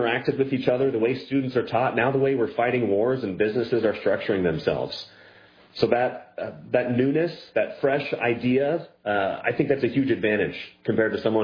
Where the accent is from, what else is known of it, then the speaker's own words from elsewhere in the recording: Los Angeles, California, United States; also born or lived in Denmark; And I grew up in Los Angeles. I was at Princeton and Oxford. I spent 2 years in Denmark.